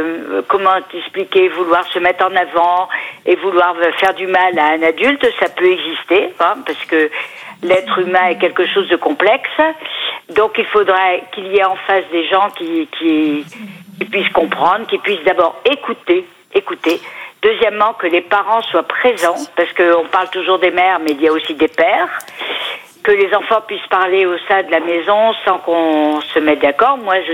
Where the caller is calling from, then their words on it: Aix-en-Provence, Provence-Alpes-Côte d'Azur, France; Je vous appelle d'Aix-en-Provence.